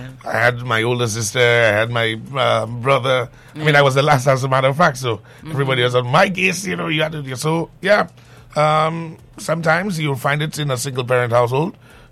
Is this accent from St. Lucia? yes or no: yes; St. Lucia; growing up in St. Lucia